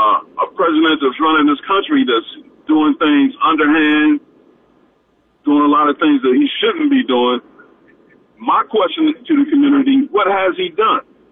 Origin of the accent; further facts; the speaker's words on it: Charlotte, North Carolina, United States; man. I'm from Charlotte.